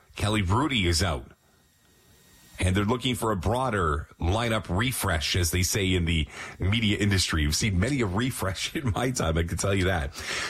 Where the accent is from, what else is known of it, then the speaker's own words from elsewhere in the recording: Toronto, Ontario, Canada; born and raised in Toronto.